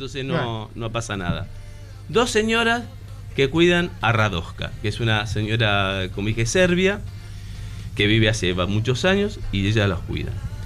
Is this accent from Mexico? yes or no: no; Argentina; accent: Argentine; now in Asunción, Paraguay